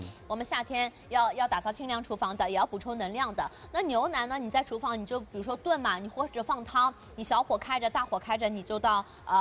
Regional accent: Shanghai, China; 罗宋汤，阿拉上海人喜欢的。

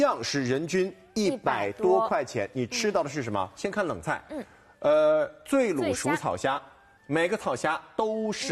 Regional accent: Shanghai, China; 咱们上海人其实真的很洋气的。

